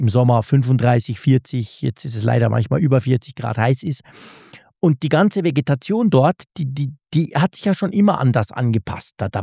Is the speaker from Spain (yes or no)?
no; Switzerland; aber dort unten ist es viel grüner als bei uns in der Schweiz.